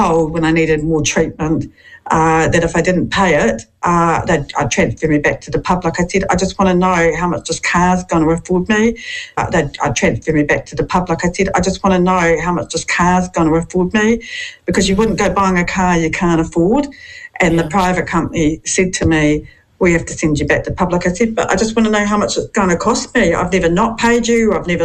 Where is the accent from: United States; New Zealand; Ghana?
New Zealand; I'm just a Kiwi girl